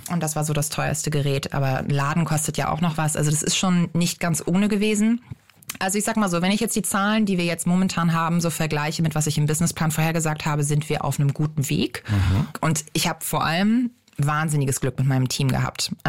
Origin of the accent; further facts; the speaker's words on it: Northern Germany, Germany; Also eine Brezel würde ich jetzt als Norddeutscher auch nicht unbedingt sagen als das Gebäck aus Deutschland.